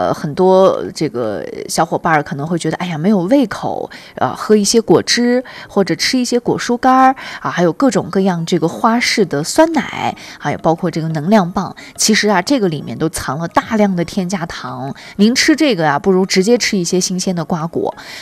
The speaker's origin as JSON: {"language": "Chinese", "region": "Xinjiang", "country": "China", "said": "都是我们新疆人在夏季啊特别爱吃的美食"}